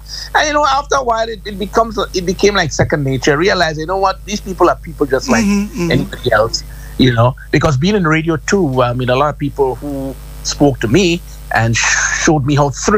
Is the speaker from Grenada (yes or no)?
yes; Grenada; We're doing that because we're from Grenada.